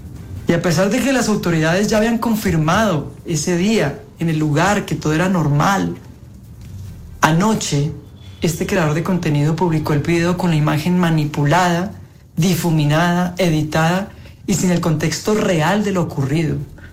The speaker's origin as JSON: {"language": "Spanish", "country": "Colombia", "said": "soy actor colombiano."}